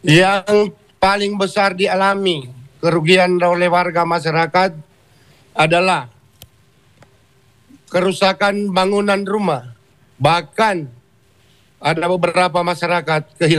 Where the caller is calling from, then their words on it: North Sulawesi, Indonesia; pulau kami yang kami tempati saat ini berbatasan langsung dengan Filipina. Dan jarak yang boleh kami tempuh antara Pulau Kawio dengan Filipina sekitaran 3 jam.